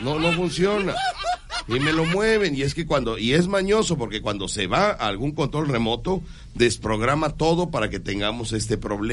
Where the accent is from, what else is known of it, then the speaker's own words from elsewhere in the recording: Mexico; Somos mexicanos, venimos felices el día de hoy, aterrizando desde Jalapa.